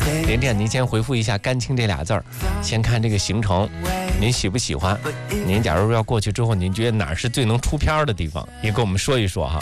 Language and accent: Chinese; Shijiazhuang, Hebei, China; 我们石家庄这边